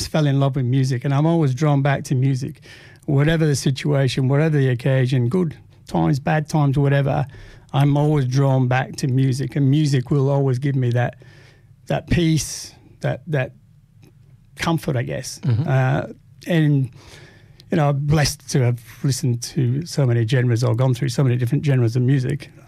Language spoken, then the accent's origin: English; Huddersfield, Yorkshire and the Humber, United Kingdom; I was. Local boy.